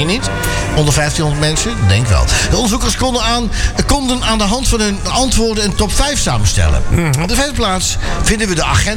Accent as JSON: {"language": "Dutch", "region": "Limburg", "country": "Netherlands", "tie": "born there", "said": "Ik ben geboren in Zuid-Limburg natuurlijk."}